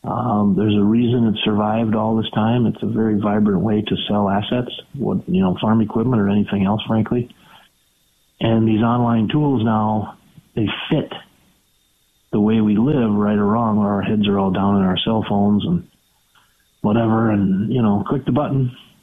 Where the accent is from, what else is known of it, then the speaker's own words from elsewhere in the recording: Benson, Minnesota, United States; it's not like the old days when I grew up in Benson, Minnesota